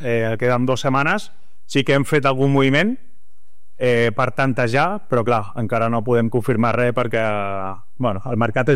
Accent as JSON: {"language": "Catalan", "town": "Terrassa", "region": "Catalonia", "country": "Spain", "said": "Jo soc de Terrassa"}